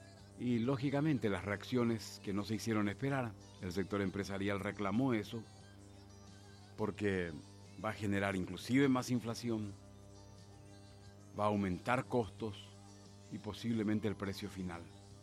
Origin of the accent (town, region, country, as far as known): Paraguay